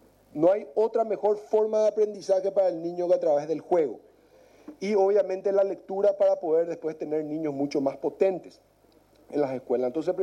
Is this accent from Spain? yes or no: no; Paraguay; como paraguayo, como una persona que viene trabajando hace mucho tiempo en el área